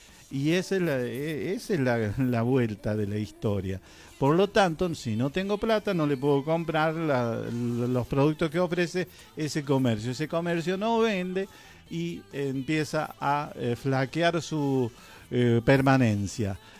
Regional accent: Argentina; Argentina, mi tierra querida, mi país.

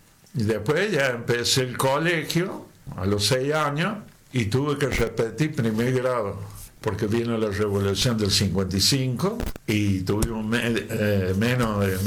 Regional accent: Alpa Corral, Córdoba, Argentina; me crié acá con los viejos y de chico empecé de 4 o 5 años a ayudarle a los viejos

